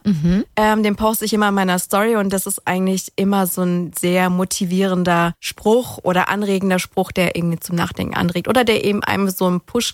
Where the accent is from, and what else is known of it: Ulm, Baden-Württemberg, Germany; now in Kornwestheim, Germany